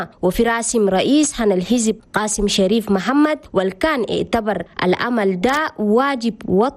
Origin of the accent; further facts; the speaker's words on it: Chad; وخرجت الآلاف من الكوادر القدروا لقوا مناصب كبيرة في بلدنا تشاد.